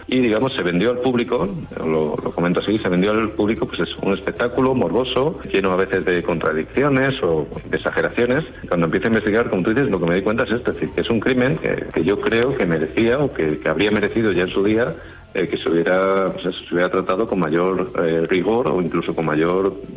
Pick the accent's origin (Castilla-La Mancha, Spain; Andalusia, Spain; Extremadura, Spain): Extremadura, Spain; Soy extremeño, como tía, de la Sierra de Gata